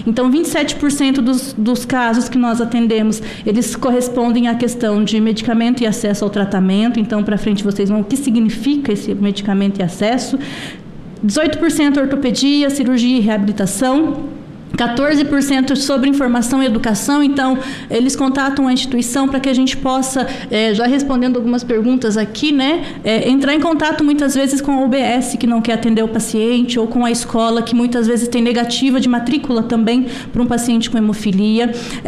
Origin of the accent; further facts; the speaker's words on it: Apucarana, Paraná, Brazil; Senador, que é meu conterrâneo paranaense, eu sou lá de Apucarana, interior do estado do Paraná.